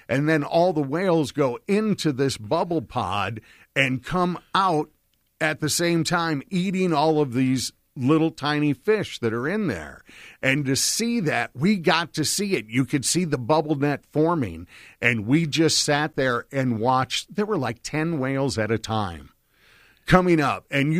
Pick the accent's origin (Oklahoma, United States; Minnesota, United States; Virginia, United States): Minnesota, United States; moved away; also born or lived in North Dakota; I was raised in Minnesota, northern Minnesota, North Dakota on a river.